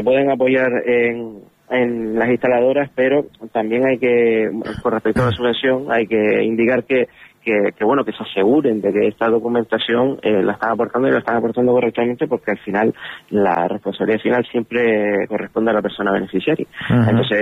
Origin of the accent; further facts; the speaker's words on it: Canary Islands, Spain; nosotros, como desde Canarias